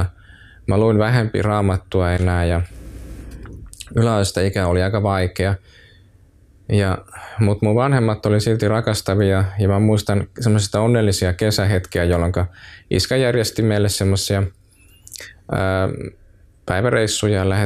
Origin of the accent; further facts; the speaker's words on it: Heinola, Päijät-Häme, Finland; now in Helsinki, Finland; Mä asun vaimoni kanssa Pitäjänmäellä Helsingissä. Mä oon Heinolasta kotoisin ja siellä mulla on vanhemmat, asuttiin pitkän aikaa siellä Heinolassa